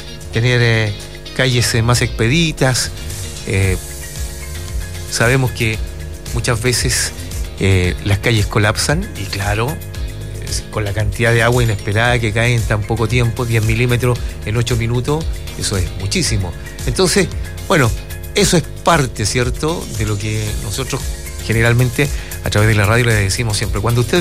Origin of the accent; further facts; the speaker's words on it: Chile; me considero tan chileno, quiero tanto mi país